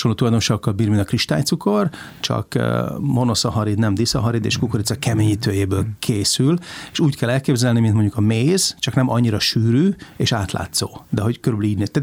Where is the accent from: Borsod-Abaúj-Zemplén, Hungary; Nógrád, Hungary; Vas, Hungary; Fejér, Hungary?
Fejér, Hungary; Székesfehérvár; born or raised there